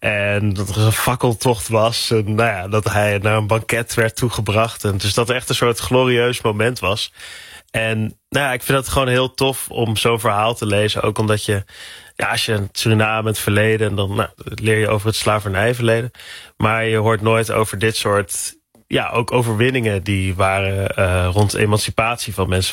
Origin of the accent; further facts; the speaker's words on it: North Brabant, Netherlands; mijn Brabantse dorp waar ik opgroeide.